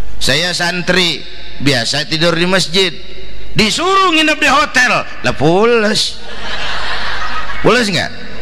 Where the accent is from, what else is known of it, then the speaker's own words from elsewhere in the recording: Jakarta, Indonesia; Ya kita Betawi kan mah susah udah nukangin. Susah mulu. Saya santri nih